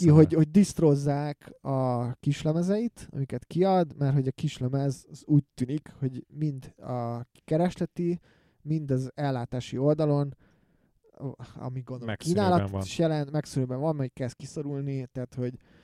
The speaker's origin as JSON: {"language": "Hungarian", "country": "Hungary", "said": "Magyar vagyok"}